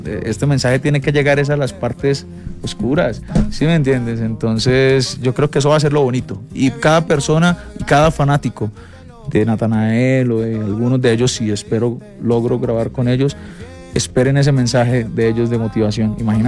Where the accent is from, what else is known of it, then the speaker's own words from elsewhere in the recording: Colombia; Y yo, igual siendo colombiano